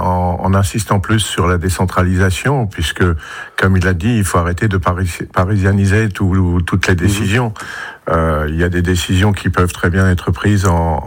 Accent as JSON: {"language": "French", "region": "Grand Est", "country": "France", "said": "Alors qu'il soit venu chez nous en Alsace"}